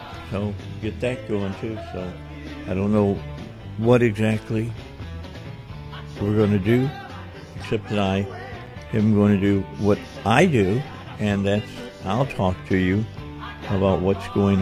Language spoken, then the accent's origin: English; United States; I'm an American